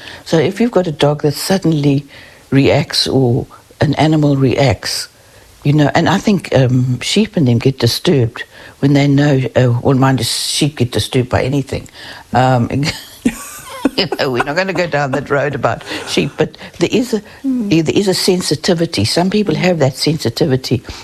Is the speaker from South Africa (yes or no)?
yes; Johannesburg, Gauteng, South Africa; now in Wairarapa, New Zealand; Now, I grew up in Johannesburg